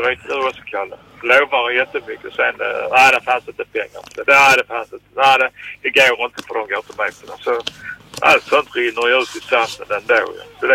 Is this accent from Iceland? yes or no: no; Sweden; born there; Så det är rent tur, Kalle, att vi är födda i Sverige, du och jag och alla andra.